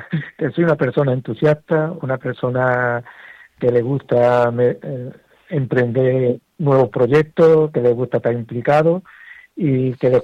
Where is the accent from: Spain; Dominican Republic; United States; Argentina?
Spain; Arcos de la Frontera, Andalusia; en mi pueblo, en Arcos de la Frontera, de la provincia de Cádiz